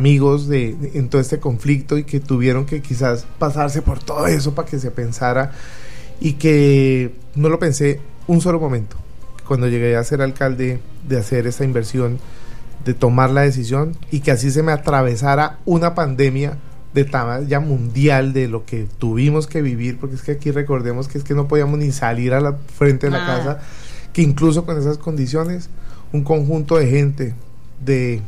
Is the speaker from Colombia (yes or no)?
yes; Barrancabermeja, Santander, Colombia; en Barranca Bermeja somos capaces de hacer cosas maravillosas